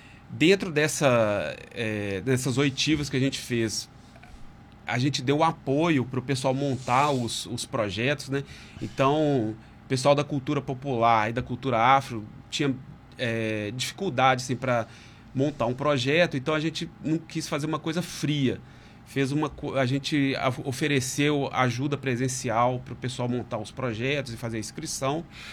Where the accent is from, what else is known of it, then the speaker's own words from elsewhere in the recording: Minas Gerais, Brazil; now in Maceió, Brazil; eu sou de Minas Gerais.